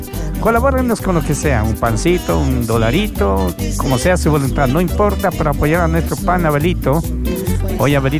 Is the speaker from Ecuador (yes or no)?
yes; Ecuador; Aquí somos ecuatorianos.